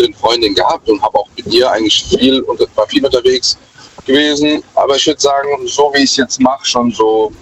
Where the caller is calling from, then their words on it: Mannheim, Baden-Württemberg, Germany; Aus Mannheim.